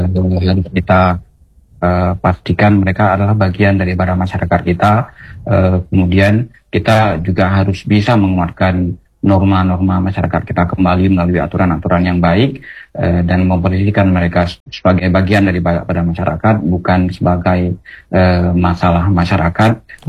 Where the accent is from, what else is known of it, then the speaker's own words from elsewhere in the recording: Aceh, Indonesia; Dan tentu dalam konteks masyarakat kita Aceh ini sangat bertolak belakang.